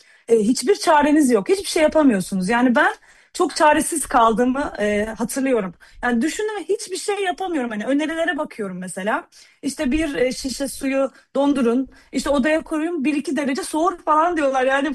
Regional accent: Adana, Turkey; moved away as an adult; now in Germany; ben hani bir Adanalı olarak

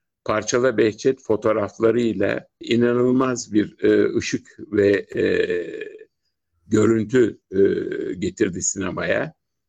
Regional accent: Karşıyaka, İzmir, Turkey; Şöyle ben Karşıyaka'lıyım.

